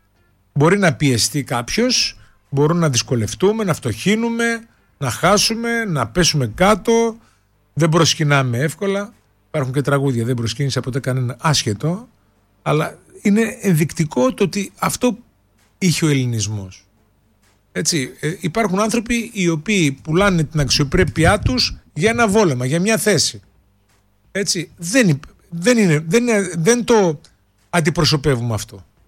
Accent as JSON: {"language": "Greek", "country": "Greece"}